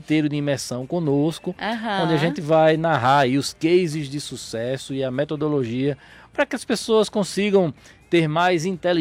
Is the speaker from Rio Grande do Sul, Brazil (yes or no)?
no; Rio Grande do Norte, Brazil; Eu sou do Nordeste. Sou do Rio Grande do Norte. E empreendo lá já há alguns anos